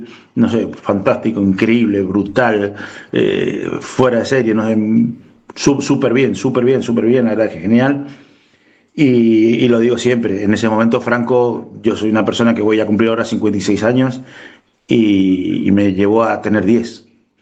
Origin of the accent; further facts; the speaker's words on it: Argentina; now in Spain; soy argentino